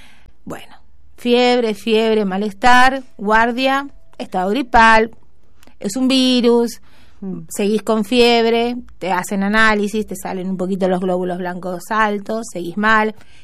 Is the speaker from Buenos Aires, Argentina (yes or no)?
yes; Buenos Aires, Argentina; also born or lived in 25 de Mayo; yo nací en 25 de mayo, pero a los 2 añitos y pico, 3, ya estaba acá, en Buenos Aires con mi mamá y mi papá. O sea, todos somos de allá.